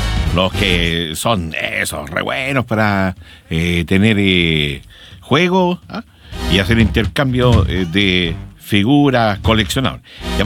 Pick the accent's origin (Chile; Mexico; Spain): Chile; no reconoce el idioma de los chilenos. Identifica que... Y sigue insistiendo de que hablamos nosotros como argentinos.